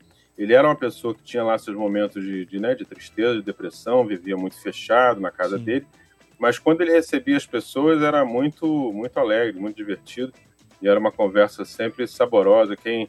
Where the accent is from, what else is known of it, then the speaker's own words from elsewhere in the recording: Rio de Janeiro, Brazil; eu sou meio suburbano, sou do Grajaú, perto de Vila Isabel